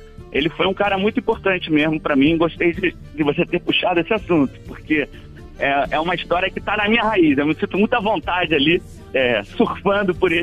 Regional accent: Rio de Janeiro, Brazil; now in Distrito Federal, Brazil; eu cresci na Tijuca, né? No Rio de Janeiro. Hoje sou radicado no Distrito Federal, mas cresci na Tijuca

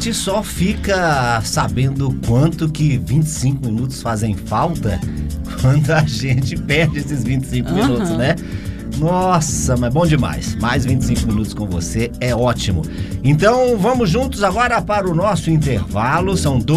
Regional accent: Teresina, Piauí, Brazil; now in Brasília, Brazil; vou falar na minha cidade natal, por favor, né? Teresina, Piauí, um abraço aí pros teresinenses, como eu, né?

